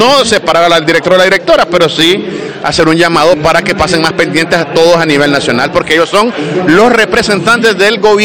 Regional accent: Francisco Morazán, Honduras; yo soy de aquí de Francisco Morazán

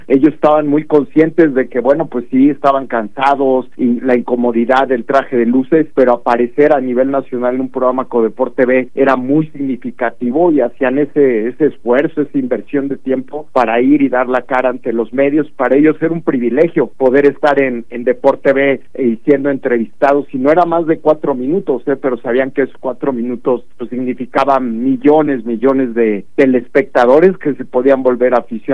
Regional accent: Huamantla, Tlaxcala, Mexico; la Plaza de Toros de mi pueblo natal, Huamantla

